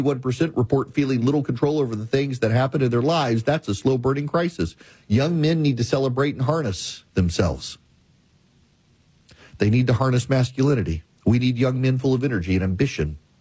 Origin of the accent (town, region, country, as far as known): Nebraska, United States; born or raised there